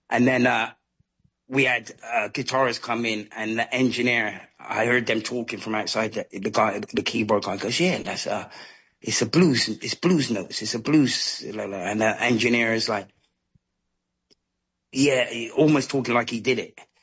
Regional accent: Bristol, South West England, United Kingdom; I'm from a place called Norwest. So, and his mum grew up in Harcliffe where my cousins grew up. So I grew up in Harcliffe a little bit.

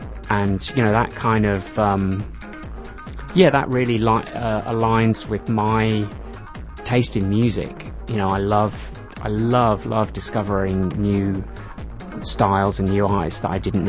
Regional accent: Northampton, East Midlands, United Kingdom; I grew up in a small village outside a small town. I grew up outside Northampton in the UK, and there wasn't a whole lot there.

